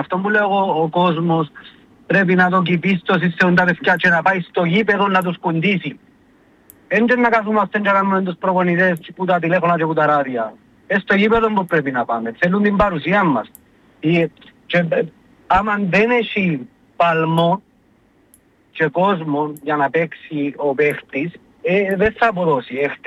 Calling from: Cyprus

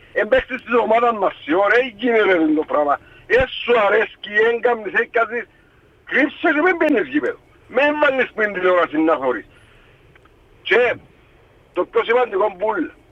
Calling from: Cyprus; είμαι που τον Άγιο Ελευθέριο

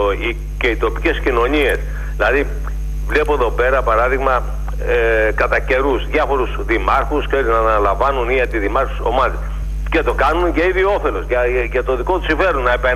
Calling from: Greece

